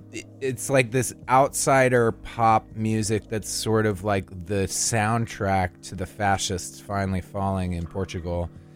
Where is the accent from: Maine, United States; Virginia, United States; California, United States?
California, United States; Santa Rosa; Yeah, the Plaza and Cottingtown. I'm from Santa Rosa.